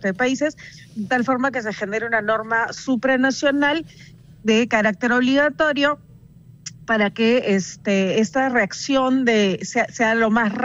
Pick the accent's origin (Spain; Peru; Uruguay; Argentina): Peru; como peruanos compatriotas del Papa